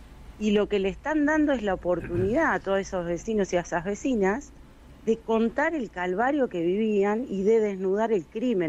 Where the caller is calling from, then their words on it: Exaltación de la Cruz, Buenos Aires Province, Argentina; acá en el municipio fumigado de Exaltación de la Cruz, provincia de Buenos Aires, ¿no? O sea, todo queda en provincia de Buenos Aires hoy.